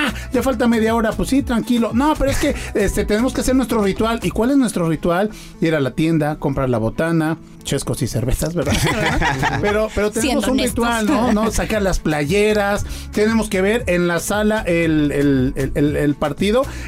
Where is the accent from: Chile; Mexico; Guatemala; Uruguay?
Mexico; Es prácticamente una religión, lo traemos en el ADN. ADN como mexicanos.